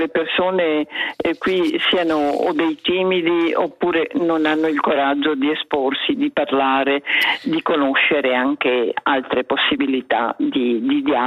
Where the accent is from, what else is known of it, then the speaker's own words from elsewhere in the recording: Lugano, Ticino, Switzerland; also born or lived in Padua, Italy; Sono qui da 4 anni e vengo da Lugano e prima ancora da Padova.